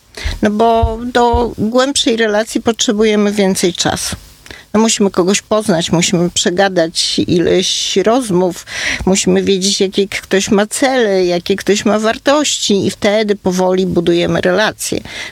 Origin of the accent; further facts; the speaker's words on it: Warsaw, Masovian Voivodeship, Poland; na przykład ja jestem z Warszawy